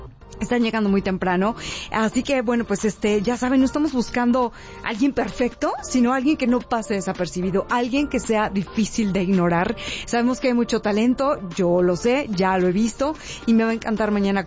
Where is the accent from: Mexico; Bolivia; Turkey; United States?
Mexico; como buenos mexicanos de antemano sabemos que ya estamos en todas partes registrados en cuanto a documentos.